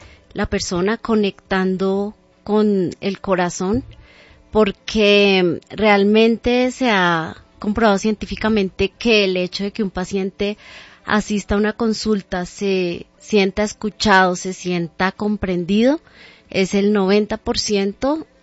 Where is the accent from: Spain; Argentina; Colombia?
Colombia; Bogotá, Bogotá Capital District; also born or lived in Tunja, Boyacá; Soy bogotana.